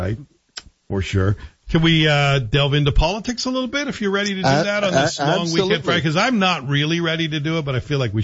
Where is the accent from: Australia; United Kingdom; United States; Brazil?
United Kingdom; Scotland; born there; Scottish heritage. I was born in Scotland.